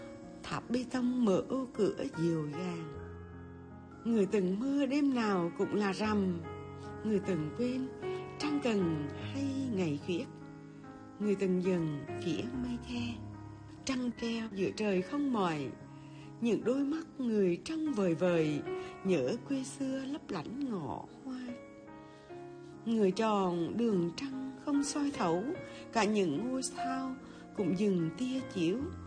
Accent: Hue, Thừa Thiên Huế, Vietnam; Tôi là người Huế, tôi cảm nhận bài thơ về Huế, một bài thơ rất là gần gũi với người Huế, chạm được tâm hồn Huế.

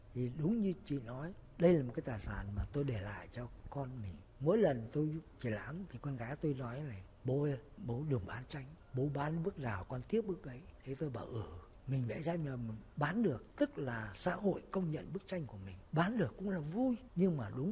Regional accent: Bac Giang, Vietnam; now in Hanoi, Vietnam; Thực ra thì quê tôi là ở Bắc Giang. Thế bây giờ tôi sống ở Hà Nội cũng lâu rồi, từ năm 51 cơ.

